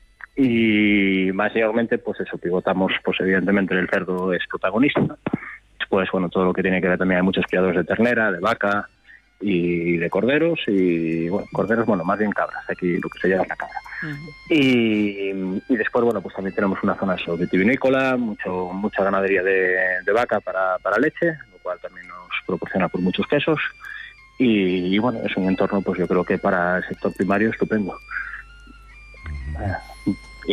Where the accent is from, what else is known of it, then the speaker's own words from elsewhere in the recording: Chantada, Galicia, Spain; Sí, sí, yo nací en Chantada de toda la vida.